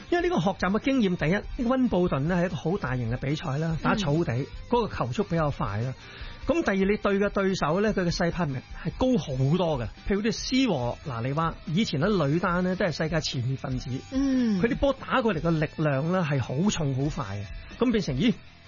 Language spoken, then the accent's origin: Cantonese; Hong Kong; 我哋香港人